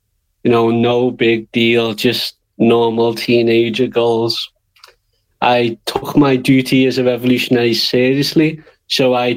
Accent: Liverpool, North West England, United Kingdom; I'm from Liverpool, England. I'm 33 years old.

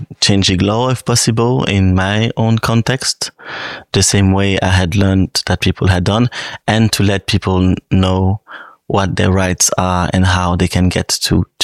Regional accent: Romandy, Switzerland; I am from the French part of Switzerland

